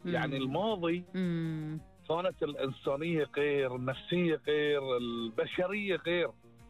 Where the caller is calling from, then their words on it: Bahrain; ولأن نسافر نفخر أنا بحريني.